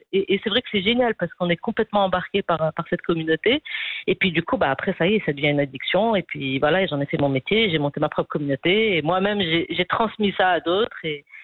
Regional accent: Rabat, Rabat-Salé-Kénitra, Morocco; now in Casablanca, Morocco; J'ai découvert la corniche, parce que moi, j'ai grandi à Rabat, donc je découvrais un peu la ville.

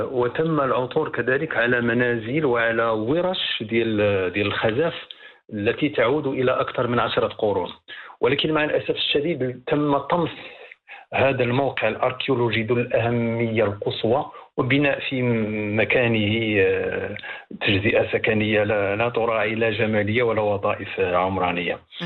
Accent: Safi, Marrakesh-Safi, Morocco; عندنا هنايا في المنطقة ديال أسفي

